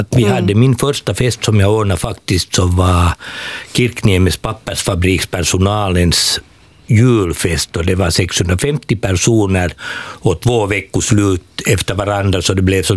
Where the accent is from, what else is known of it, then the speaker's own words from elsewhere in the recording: Ostrobothnia, Finland; det här hemma som jag är från Österbotten, så det här att bli privatföretagare var helt sån här en tanke åt mig själv